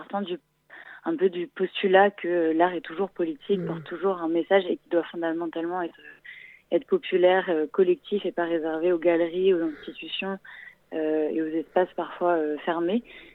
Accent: Laval, Pays de la Loire, France; je viens de Laval

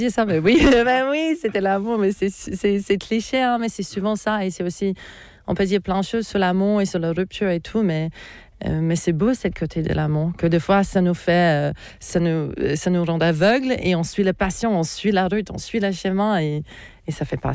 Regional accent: Australia; French is a second language; moved away as an adult; also born or lived in Poland; Je suis née en Australie, je grandis en Australie. Mais j'étais dans cette culture polonaise.

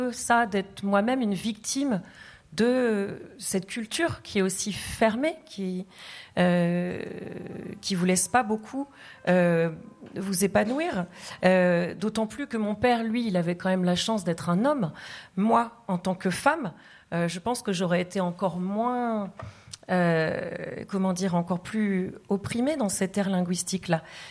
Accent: Tamil Nadu, India; first language Tamil; French is a second language; moved away; dans l'état d'où je viens, le Tamil Nadu

